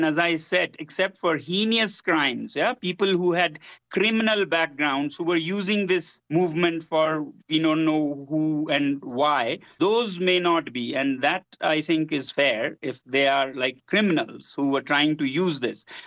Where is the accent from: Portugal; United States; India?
India; Ladakh; Normally, because I come from Ladakh, where there were protests and there were 4 people killed